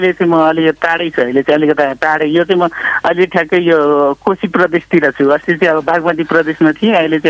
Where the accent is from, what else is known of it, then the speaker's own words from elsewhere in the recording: Sindhuli, Bagmati, Nepal; moved away; also born or lived in Kathmandu; मेरो गाउँमा पनि अब सिन्धुलीमा